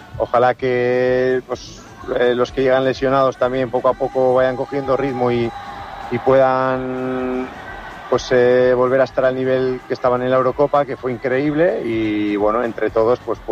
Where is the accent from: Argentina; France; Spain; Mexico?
Spain; La Rioja; somos los dos riojanos, el de Aro.